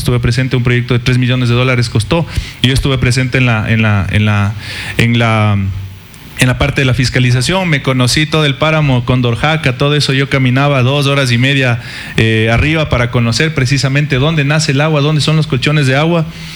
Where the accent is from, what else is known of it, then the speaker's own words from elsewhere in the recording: Tungurahua, Ecuador; soy orgullosamente de Huachi Grande, de mi parroquia Huachi Grande, vengo de un hogar criado con mis abuelitos